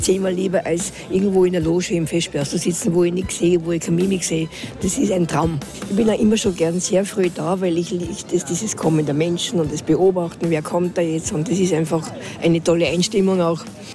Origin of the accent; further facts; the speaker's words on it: Salzburg, Austria; Ich bin Salzburgerin und es ist allein das.